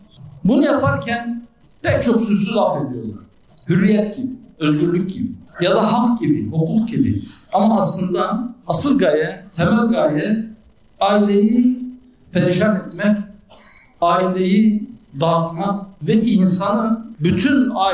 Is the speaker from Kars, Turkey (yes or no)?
no; Batman, Batman Province, Turkey; Ben buradan, memleketimden